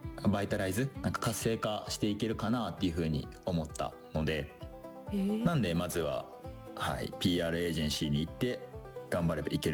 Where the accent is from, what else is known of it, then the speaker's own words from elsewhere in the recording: Osaka, Japan; accent: Kansai; now in Tokyo, Japan; 今もコテコテな声が聞こえてる気はするんですけど関西出身です。はい、大阪ですね。